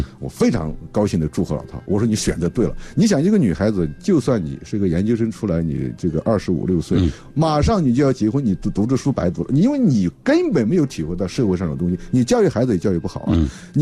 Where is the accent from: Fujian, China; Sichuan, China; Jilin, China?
Sichuan, China; moved away; 我是37岁才结婚，我记得我36岁那年我回去，我老爷子结了，我是四川人啊，因为我出来的比较早。